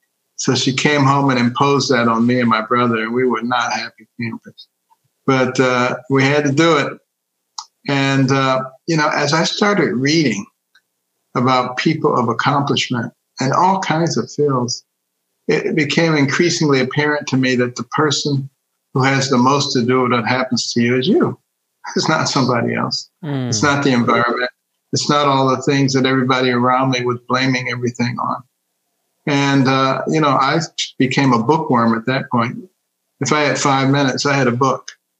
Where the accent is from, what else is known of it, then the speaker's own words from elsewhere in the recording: Detroit, Michigan, United States; also born or lived in Boston; I grew up in Detroit. You know, my parents were divorced early on.